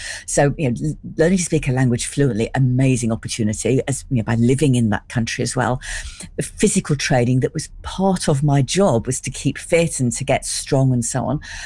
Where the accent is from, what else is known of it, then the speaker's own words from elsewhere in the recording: Sheffield, Yorkshire and the Humber, United Kingdom; I grew up in Sheffield.